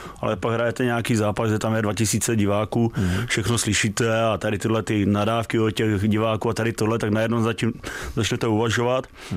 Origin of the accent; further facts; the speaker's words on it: Opava, Moravian-Silesian Region, Czechia; A tak o mě se úplně tolik nevědělo, že jsem snad z Opavy, ale samozřejmě...